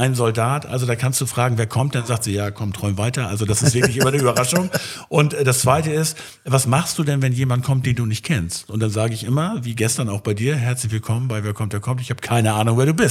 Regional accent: Northern Germany, Germany

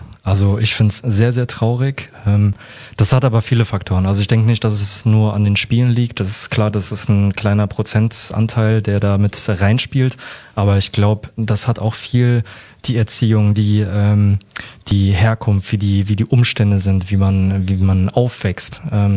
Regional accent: Frankfurt, Hesse, Germany; Ich meine, ich komme aus Frankfurt, sonst wir haben hier keine Berge.

